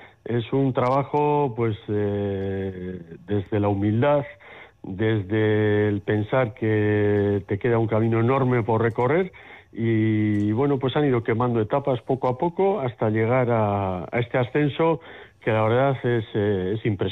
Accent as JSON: {"language": "Spanish", "town": "Zarautz", "region": "Basque Country", "country": "Spain", "moved": "yes", "lives_now": "Bilbao, Spain", "said": "Yo soy de Zarauz, vivo en Bilbao, mi mujer es de Bilbao"}